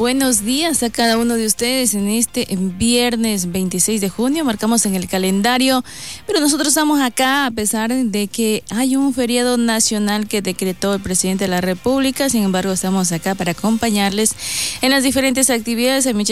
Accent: Ecuador; estamos como ecuatorianos muy emocionados

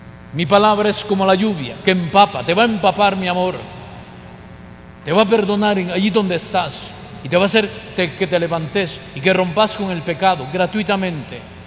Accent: Cobán, Alta Verapaz, Guatemala; los cobaneros, nosotros

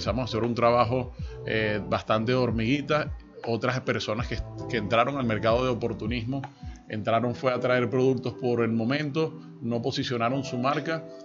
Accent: Venezuela

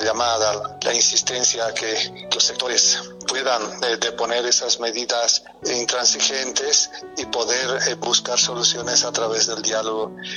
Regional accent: Bolivia; somos hermanos, somos bolivianos

